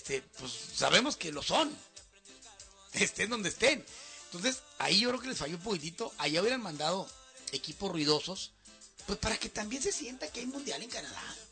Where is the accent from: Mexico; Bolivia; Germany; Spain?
Mexico